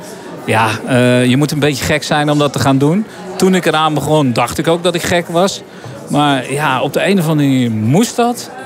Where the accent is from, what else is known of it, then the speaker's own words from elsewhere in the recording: Netherlands; als Nederlander